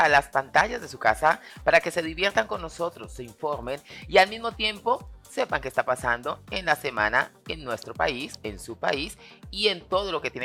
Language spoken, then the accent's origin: Spanish; Colombia; Porque soy colombiana, pero llevo mucho.